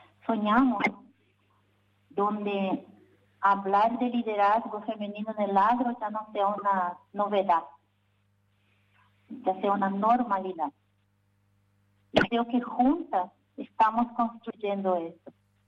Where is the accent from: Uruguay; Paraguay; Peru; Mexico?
Paraguay; somos paraguayas